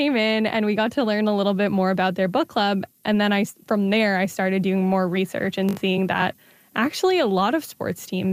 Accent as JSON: {"language": "English", "town": "Montreal", "region": "Quebec", "country": "Canada", "moved": "yes", "lives_now": "Toronto, Canada", "said": "I'm from Montreal, but I obviously support them because I live in Toronto."}